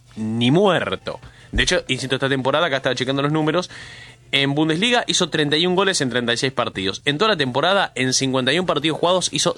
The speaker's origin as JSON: {"language": "Spanish", "country": "Argentina", "said": "Yo no, yo soy argentino."}